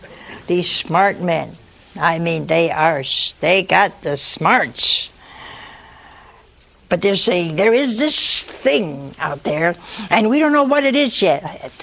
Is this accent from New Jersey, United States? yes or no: no; Ohio, United States; now in Hansville, United States; we came from Ohio. We've been here almost 40 years. And I said, I have people here I love, but I didn't know them in Ohio.